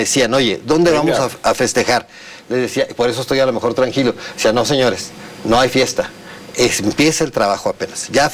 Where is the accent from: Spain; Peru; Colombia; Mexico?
Mexico; Chihuahua; Somos chihuahuenses todos, merecemos respeto todas y todos